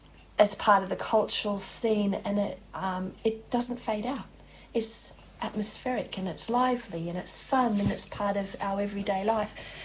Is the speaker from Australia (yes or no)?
yes; Australia; now in Cambridge, United Kingdom; I couldn't return to the UK without an Irish passport as an Australian.